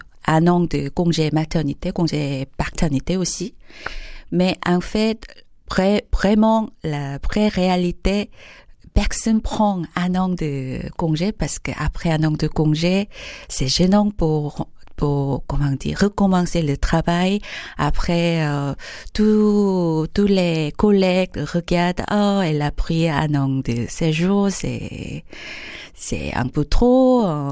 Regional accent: Seoul, South Korea; French is a second language; Donc oui, je suis sud-coréenne. Oui, je viens de la Séoul.

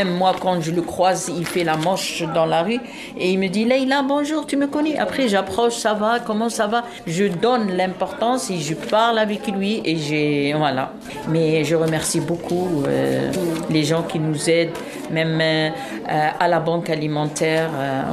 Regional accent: Algeria; Oui, oui, oui. Moi, je suis algérienne.

